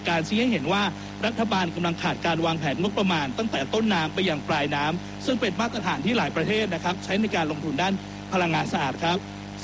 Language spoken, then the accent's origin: Thai; Lampang, Thailand; ผมเป็นคนลำปาง